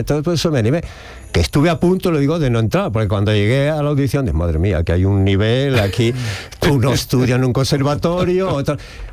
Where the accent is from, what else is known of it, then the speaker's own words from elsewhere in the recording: Aranda de Duero, Castile and León, Spain; en una escolanía de mi tierra. Yo soy de Burgos, de Aranda de Duero